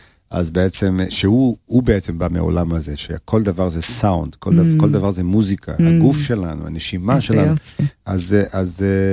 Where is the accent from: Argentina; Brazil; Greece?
Brazil; Rio de Janeiro; now in Israel; אני גדלתי עם מוזיקה ברזילאית, כאילו, אני גדלתי בריו